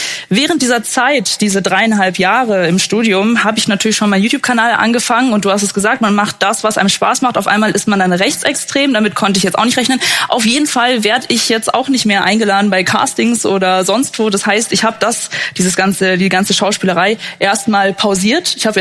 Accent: Germany; Aber wenn ich als Deutsche mit sogar Migrationshintergrund sagen möchte, ich möchte mal in Deutschland fahren hinhängen

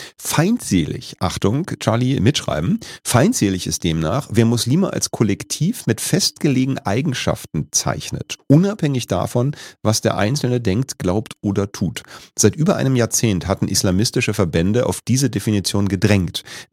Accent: Berlin, Germany; ich komme aus dem Nachbarbezirk Zehlendorf, jetzt ist das ja eingemeindet worden, ist jetzt Steglitz-Zehlendorf gehören zusammen

